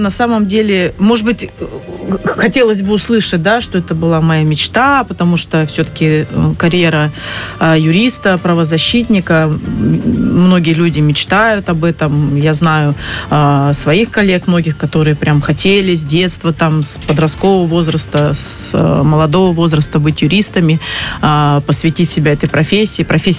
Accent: Novosibirsk, Novosibirsk Oblast, Russia; Я сама из Сибири, ну, из Новосибирска.

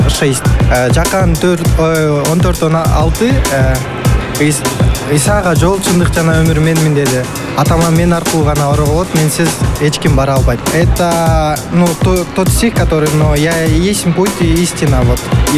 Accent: Kyrgyzstan; я из Кыргызстана.

